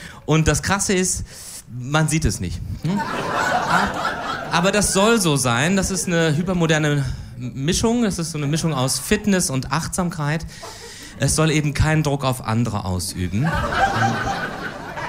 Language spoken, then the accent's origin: German; Cologne, North Rhine-Westphalia, Germany; Ich musste mich jetzt, als Kölner, ich musste mich jetzt entscheiden